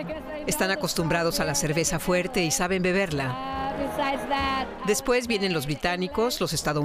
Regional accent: Adelaide, South Australia, Australia; Soy de Adelaide, del sur de Australia.

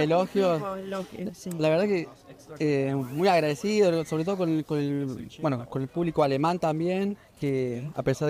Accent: Argentina; moved away as an adult; also born or lived in Córdoba, Argentina; now in Berlin, Germany; En Argentina estudiaba economía en Córdoba.

